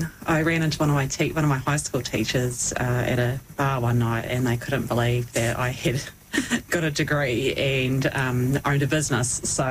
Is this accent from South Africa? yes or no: no; Invercargill, Southland, New Zealand; also born or lived in Greymouth; Born and bred in Invercargill, Southland. Lived here pretty much my whole life, except for a wee stint that my husband and I lived in Greymouth for a wee bit.